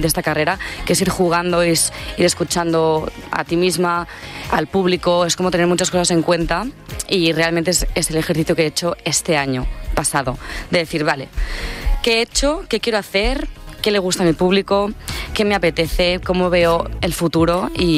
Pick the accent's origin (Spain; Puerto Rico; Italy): Spain; Tiana, Catalonia